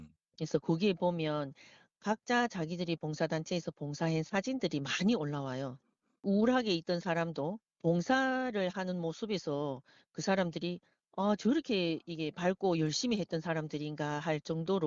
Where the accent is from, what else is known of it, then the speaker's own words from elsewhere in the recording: North Korea; now in South Korea; 저희가 그 북한에서 탈북을 해서 삼국에서 살다가 여기로 넘어왔을 때는